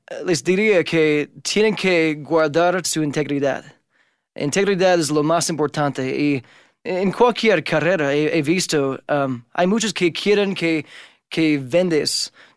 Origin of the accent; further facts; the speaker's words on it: United States; Spanish is a second language; cuando digo que soy de Utah o Los Ángeles o algo, después me preguntan cómo aprendí español y todo eso